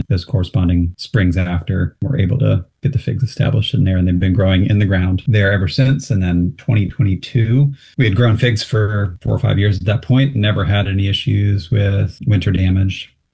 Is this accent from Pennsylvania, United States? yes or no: yes; Pennsylvania, United States; Growing up in Pennsylvania, I could never conceive of growing something like that outside of a pot.